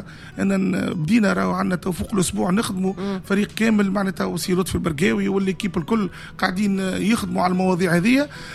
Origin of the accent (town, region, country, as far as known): Tunisia